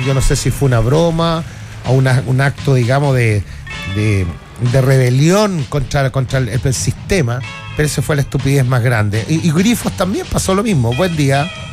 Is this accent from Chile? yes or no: yes; Chile; el orgullo que uno siente como chileno